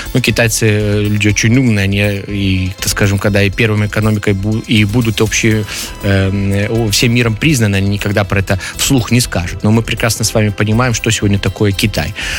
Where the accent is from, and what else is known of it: Belarus